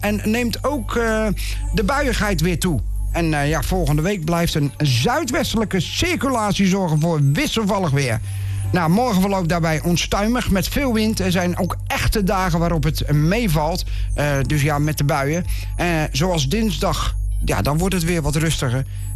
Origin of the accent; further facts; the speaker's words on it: Rotterdam, South Holland, Netherlands; ik ben zelf Rotterdammer.